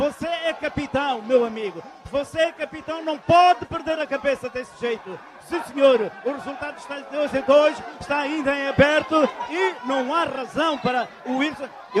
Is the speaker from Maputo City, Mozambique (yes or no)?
no; Inhambane, Mozambique; Menino que é da minha terra, menino que não pode fazer isso, porque eu até sou manhambando de gema.